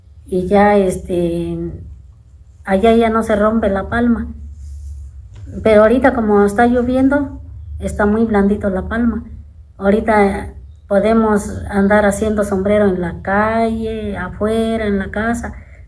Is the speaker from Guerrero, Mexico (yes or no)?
no; Santa Ana Tepejillo, Puebla, Mexico; mi pueblo, de Santa Ana Tepejillo, Puebla. Aquí en mi pueblo tejemos sombreros. Desde pequeñitos, desde edad de 7 años, de 8 años, empezamos a tejer sombrero.